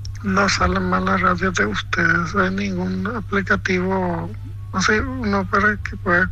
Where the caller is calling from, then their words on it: Pedro Juan Caballero, Amambay, Paraguay; de Pedro Juan.